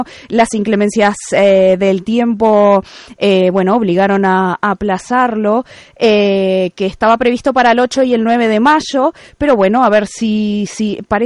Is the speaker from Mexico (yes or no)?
no; Uruguay; now in Ferrol, Spain; Como uruguaya, fue raro encontrarme con algo así, porque no es muy típico de donde yo vengo.